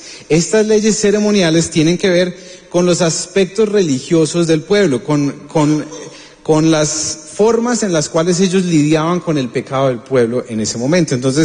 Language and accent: Spanish; Colombia